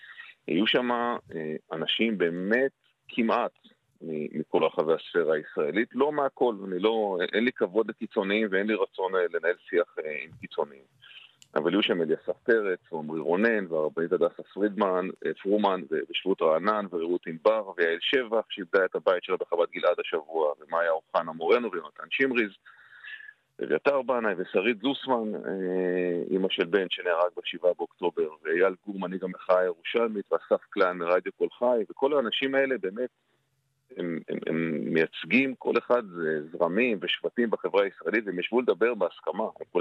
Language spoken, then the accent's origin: Hebrew; Jerusalem, Jerusalem District, Israel; בירושלים אנחנו חיים אחד עם השני, רוצים לא רוצים.